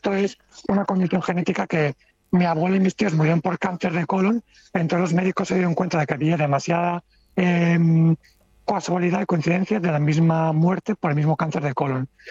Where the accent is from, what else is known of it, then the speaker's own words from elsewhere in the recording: Valencia, Valencian Community, Spain; yo soy de Valencia